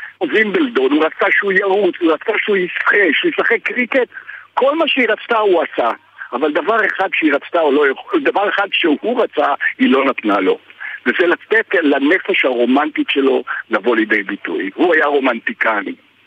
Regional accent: Greece; אם לא הייתי יווני, הייתי נעלב.

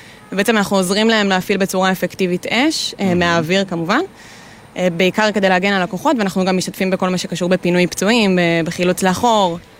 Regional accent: Northern Israel, Israel; now in Central Israel, Israel; אז אני במקום מהצפון, אני גרה במרכז

